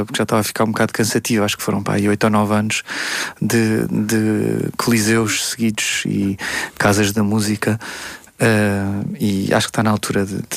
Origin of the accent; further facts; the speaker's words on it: Coimbra, Portugal; a primeira apresentação deste álbum foi em Coimbra, São Francisco, no Convento de São Francisco, na minha cidade natal.